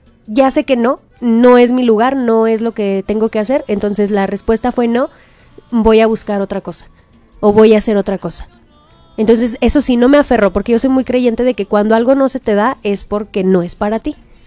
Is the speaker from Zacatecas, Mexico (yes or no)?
yes; Fresnillo, Zacatecas, Mexico; yo soy de Fresnillo. No digo que soy de Zacatecas, yo siempre digo, yo soy de Fresnillo.